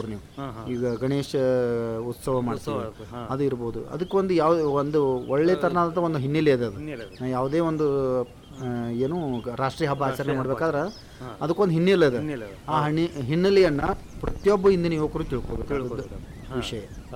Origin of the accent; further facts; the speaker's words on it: Karnataka, India; ನಾವು ಮೊದಲು ಕನ್ನಡಿಗರು, ನಂತರ ಭಾರತೀಯರಲ್ಲಿ, ಆದ್ರೆ ನಾವು ಭಾರತೀಯರು ಆದರಣೆ ಕರ್ನಾಟಕದವರು.